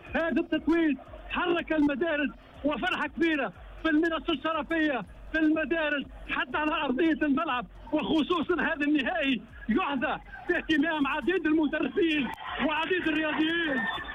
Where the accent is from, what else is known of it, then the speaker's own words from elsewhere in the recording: Tunisia; هذا فخر لنا كتونسيين،